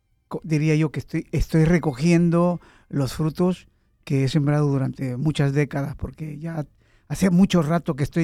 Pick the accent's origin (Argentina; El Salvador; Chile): El Salvador; Salvadoreño, yo soy de salvadoreños